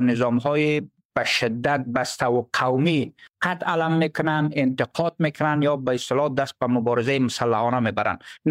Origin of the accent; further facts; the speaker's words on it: Badakhshan, Afghanistan; ما که از بدخشان هستم